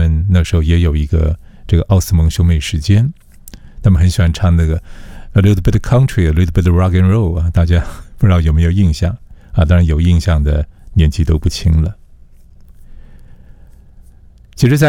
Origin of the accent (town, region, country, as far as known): Taiwan